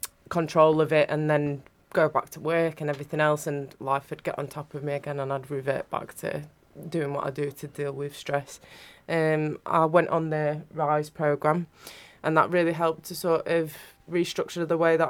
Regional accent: England, United Kingdom; accent: Northern; moved away; I'm not from around here, you can tell with my accent.

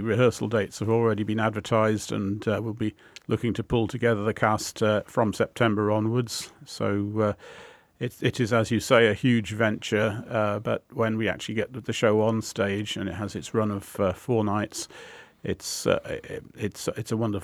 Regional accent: Walsall, West Midlands, United Kingdom; born there; I was born in Grosvenor Avenue, which is not more than a few hundred metres from the stage where the Streetly Festival happens.

